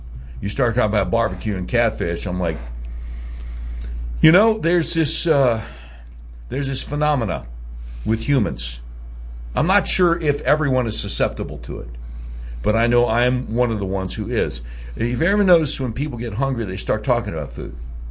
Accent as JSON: {"language": "English", "region": "the South", "country": "United States", "tie": "born or raised there", "said": "I was born and raised in the South, and I'm still in the South. Albeit the Mid-South as opposed to the Southeast."}